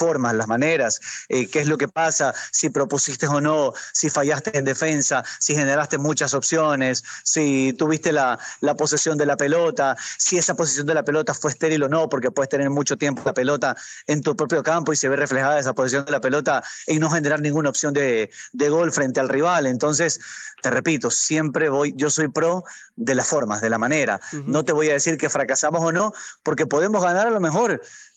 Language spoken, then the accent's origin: Spanish; Ecuador